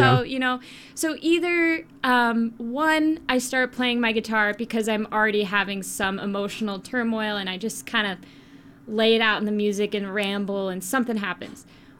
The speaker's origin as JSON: {"language": "English", "town": "Batesville", "region": "Indiana", "country": "United States", "tie": "born or raised there", "said": "Let's see. Batesville, Indiana. That's my hometown. Woo woo. Shout out Batesville."}